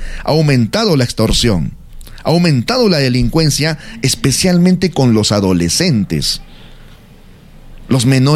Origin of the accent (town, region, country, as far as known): Peru